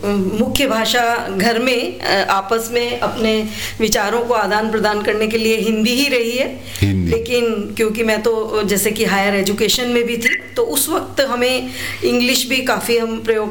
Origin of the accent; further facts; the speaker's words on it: Jaipur, Rajasthan, India; मैं राजस्थान जयपुर से हूँ और वहाँ की भाषा राजस्थानी है।